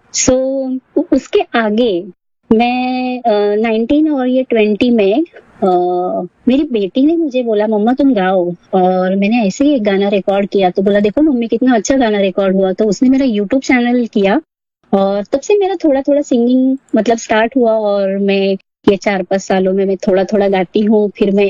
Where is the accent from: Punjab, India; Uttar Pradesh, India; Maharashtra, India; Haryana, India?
Maharashtra, India; Ahmednagar; जन्म जो है वो अहमदनगर, यानी अभी का जो अहिल्या नगर है, नाम चेंज हो गया है उसका, तो मैं अहमदनगर से हूँ।